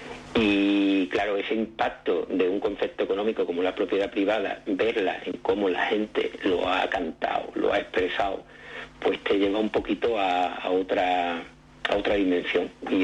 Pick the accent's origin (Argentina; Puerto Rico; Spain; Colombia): Spain; Morón de la Frontera, Andalusia; en mi pueblo, en Morón de la Frontera